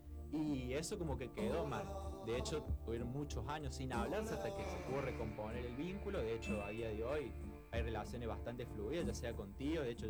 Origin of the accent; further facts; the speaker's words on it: Córdoba, Argentina; born there; Yo nací aquí en Córdoba, creo que se me nota en el acento.